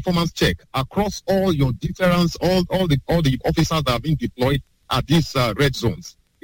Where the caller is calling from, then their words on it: Ibadan, Oyo, Nigeria; I'm calling from Jericho.